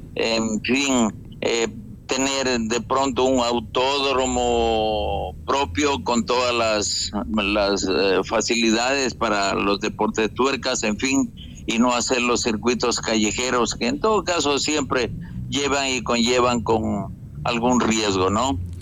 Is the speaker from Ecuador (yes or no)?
yes; Ecuador